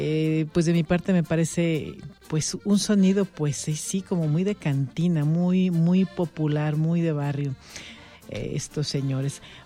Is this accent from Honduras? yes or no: no; Mexico